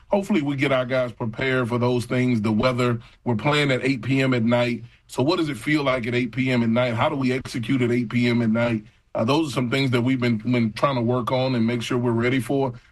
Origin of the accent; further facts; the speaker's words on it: Houston, Texas, United States; because I'm from Houston. I've been in this state my whole life.